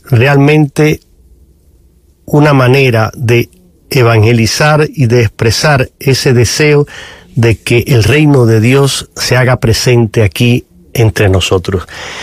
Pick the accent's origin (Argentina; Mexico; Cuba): Cuba; moved away; Es inmigrante, al igual que este servidor … que soy cubano. Los dos abandonamos nuestros países por razones y motivos